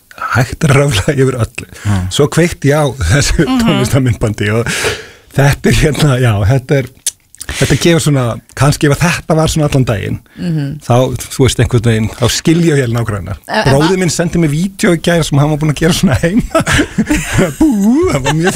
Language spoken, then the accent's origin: Icelandic; Hafnarfjörður, Capital Region, Iceland; vann ég í félagsmiðstöðu Hafnarfirði í 100 ár, mínum heimabæ